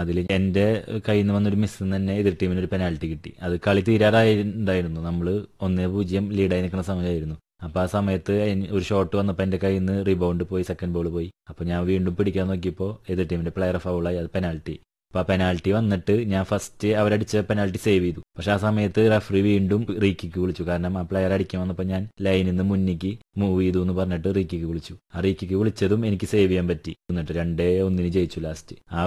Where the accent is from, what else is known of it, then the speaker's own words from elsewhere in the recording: Edakkulam, Kerala, India; തൃശ്ശൂര് അവണൂര് ഗ്രാമപഞ്ചായത്തിൽ എടക്കുളം എന്ന് പറഞ്ഞ സ്ഥലത്താണ്. എടക്കുളത്താണ് എന്റെ വീട്. ഞാൻ അവിടെ ജനിച്ചത് അവിടെയാണ്, വളർന്നത് അവിടെയാണ്, ഇപ്പോഴും താമസിക്കുന്നത് അവിടെ തന്നെയാണ്.